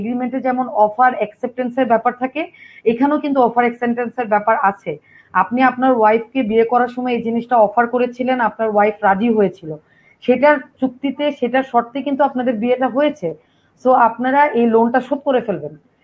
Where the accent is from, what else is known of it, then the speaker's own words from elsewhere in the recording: Bangladesh; আসলে আমরা যখন যে সময়টাতে বাংলাদেশের প্রেক্ষাপটে বড় হয়েছি, আমি বলছি আসলে 80-এর দশকের কথা